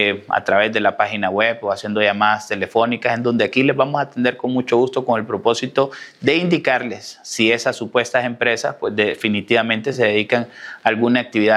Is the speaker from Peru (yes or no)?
no; Honduras; nosotros como hondureños